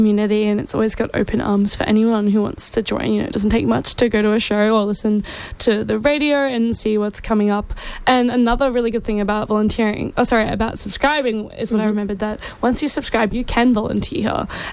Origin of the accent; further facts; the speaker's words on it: Gold Coast, Queensland, Australia; moved away as an adult; now in Brisbane, Australia; it was before I had moved to Brisbane because I'm from the Gold Coast, and the 4ZZZ airwaves do not reach all the way down to Palm Beach, Gold Coast.